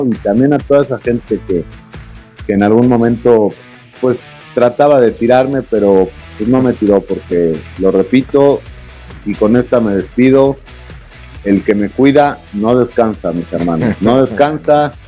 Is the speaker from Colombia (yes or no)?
no; Mexico; Yo como director técnico de primera división, más siendo mexicano, pues ya tenía mi maleta.